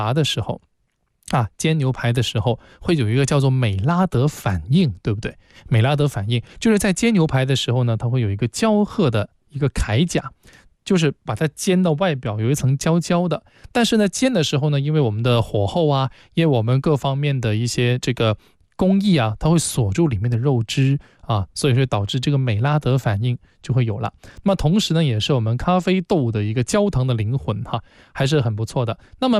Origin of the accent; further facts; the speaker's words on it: Guangdong, China; 咁亦即系我哋老广嘅烟火啊